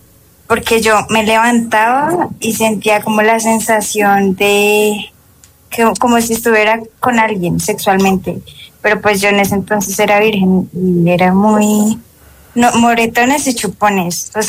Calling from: Belén, Boyacá, Colombia; yo vivo en Belén Y entonces vivía como en una casa muy grande, cerca de una ventana. Y tenía aproximadamente 14, 15 años.

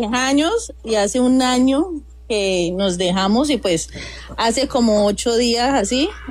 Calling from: Buga, Valle del Cauca, Colombia; No, yo soy de Buga Valle.

